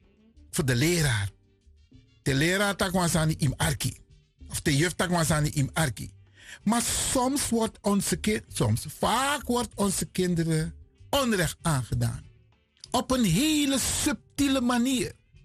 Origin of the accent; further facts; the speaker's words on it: Suriname; ik ben geen Afrikaan, ik ben een Surinamer.